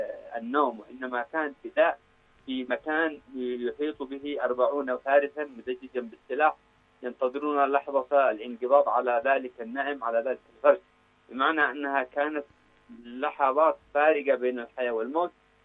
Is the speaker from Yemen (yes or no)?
yes; Yemen; ومفخر لنا كيمنيين